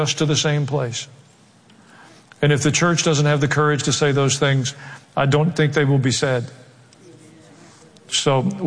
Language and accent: English; the South, United States; accent: southern; hear me preach in my southern accent, in their language